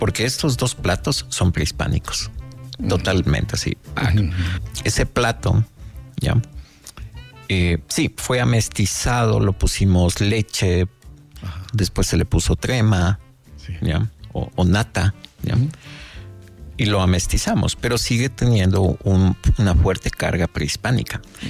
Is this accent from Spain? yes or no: no; Ecuador